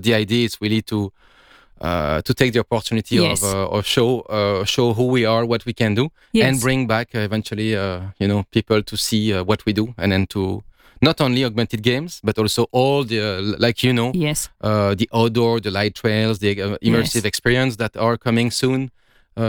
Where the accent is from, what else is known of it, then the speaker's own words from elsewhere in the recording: Belgium; also born or lived in Canada; yes, I am Belgium and I'm Canadian as well. I cannot choose yet.